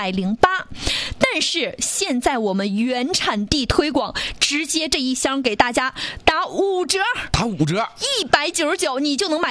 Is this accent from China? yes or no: yes; Northeast China, China; 咱们都知道我们东北人喜欢泡这个药酒，对吧？